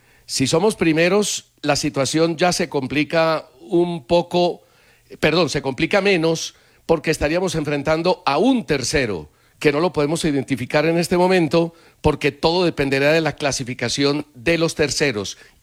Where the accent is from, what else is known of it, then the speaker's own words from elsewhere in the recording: Colombia; Y usted ya conoce cómo somos los colombianos.